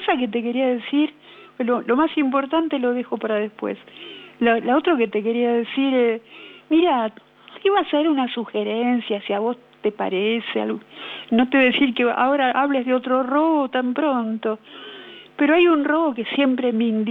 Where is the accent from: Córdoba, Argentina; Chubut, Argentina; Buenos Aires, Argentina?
Buenos Aires, Argentina; Yo tenía 1 año, o sea que no sé nada. Nací en Núñez, mis padres vinieron conmigo a Belgrano al año que nací.